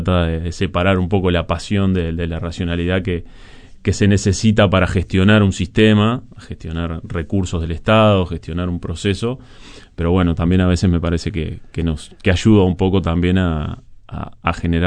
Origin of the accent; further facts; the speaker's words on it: Montevideo, Uruguay; mis dos abuelos fueron ferroviarios. Sí. Yo soy del noroeste de Peñarol, del noroeste de Montevideo, ahí del barrio Peñarol. Fui a la escuela de Peñarol frente a los talleres de AFE en Peñarol